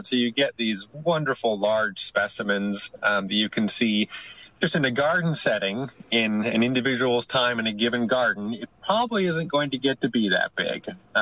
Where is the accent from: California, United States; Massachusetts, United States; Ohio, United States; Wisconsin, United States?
California, United States; Monterey; I grew up in the Monterey area, the greater Monterey area, and I spent a lot of time hiking and camping as a kid.